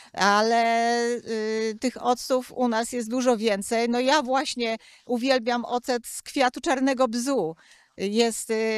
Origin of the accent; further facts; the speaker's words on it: Kościelec, Greater Poland Voivodeship, Poland; Poza jarmarkiem jesteśmy z Wielkopolski, Kościelec, koło koła. Tam ja wytwarzam te octy